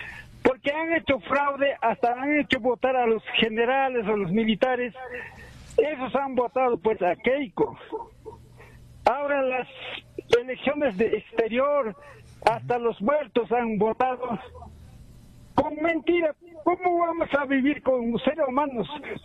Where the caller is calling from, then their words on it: Taraco, Puno, Peru; desde Taraco.